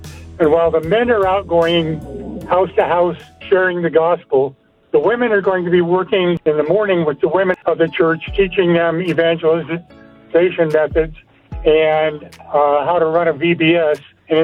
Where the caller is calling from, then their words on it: Reno, Nevada, United States; I'm from Reno, Nevada.